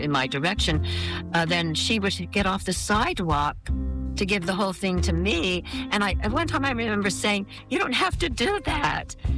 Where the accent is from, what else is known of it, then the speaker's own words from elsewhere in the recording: South Carolina, United States; also born or lived in California / Idaho / Iowa; I was born in California, but we soon moved to Idaho, then to Iowa for a couple of years, and then to South Carolina. So I was in the fifth grade for South Carolina, and that was what I consider my most formative years